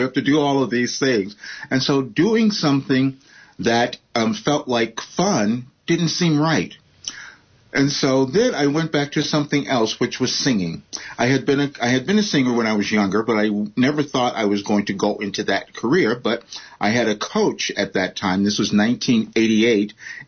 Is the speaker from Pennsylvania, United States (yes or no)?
no; Chicago, Illinois, United States; I'm originally from Chicago, and I, you know, came up in a traditional kind of family